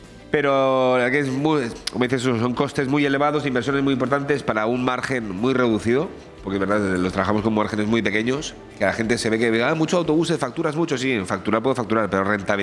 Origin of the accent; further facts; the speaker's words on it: Benidorm, Valencian Community, Spain; Benidorm para mí es mi vida. Yo soy un amante, un enamorado de Benidorm. He nacido, me he criado aquí, mi vida, mi mujer, mis hijos, tengo mi familia, todo aquí.